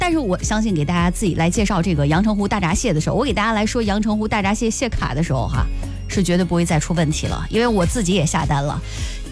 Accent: China

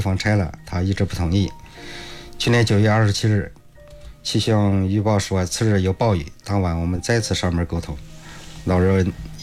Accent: Hubei, China; moved away; 我的老家在湖北农村

